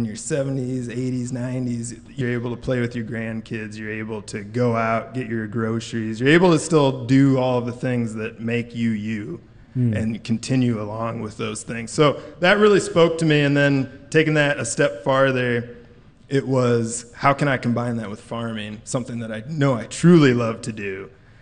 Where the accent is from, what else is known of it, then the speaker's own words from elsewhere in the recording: Coggin, United States; So, I mean, growing up in Coggin, being there my whole life, and I actually own the farm down the road from the family farm that I grew up on.